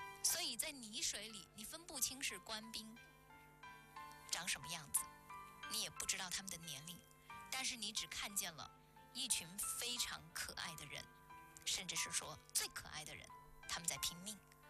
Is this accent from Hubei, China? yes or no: yes; Wuhan, Hubei, China; 对于咱们湖北人，对于咱们武汉人来说